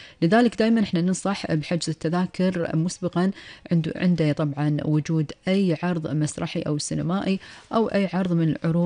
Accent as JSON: {"language": "Arabic", "country": "Kuwait", "said": "يجون دولتنا الحبيبة الكويت على زيارتها،"}